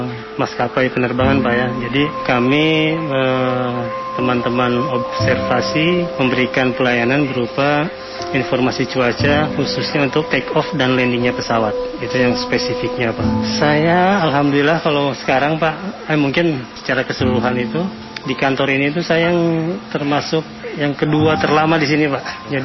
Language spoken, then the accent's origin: Indonesian; Sukabumi, West Java, Indonesia; Saya dari Sukabumi